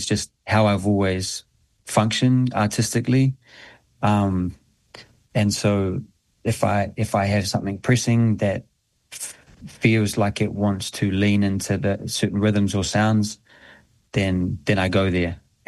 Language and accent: English; New Zealand; I look back at my childhood growing up in New Zealand